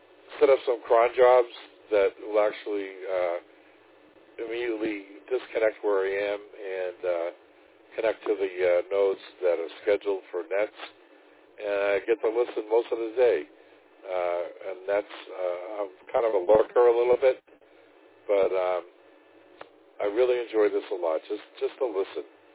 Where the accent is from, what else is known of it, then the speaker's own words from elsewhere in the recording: Boston, Massachusetts, United States; accent: East Coast; moved away as an adult; now in Florida, United States; Yeah, I'm from Boston, Massachusetts. I moved down here to Florida with my wife.